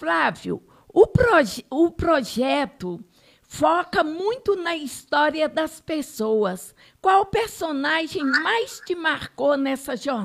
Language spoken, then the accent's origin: Portuguese; Itamarandiba, Minas Gerais, Brazil; aqui na minha terra tem muito.